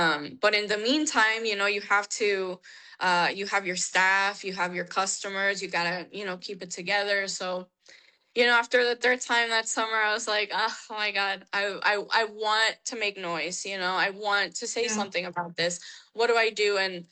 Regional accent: Texas, United States; born and raised in Texas, and you know, it's home to you.

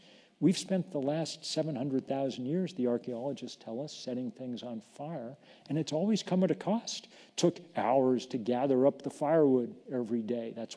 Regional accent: United States; as an American

